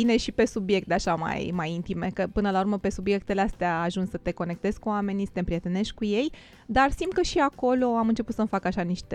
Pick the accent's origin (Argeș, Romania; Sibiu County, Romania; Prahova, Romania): Argeș, Romania; Pitești; moved away as an adult; also born or lived in Brașov; now in Italy; sunt din Pitești. Pentru că păream destul de bine integrat aici.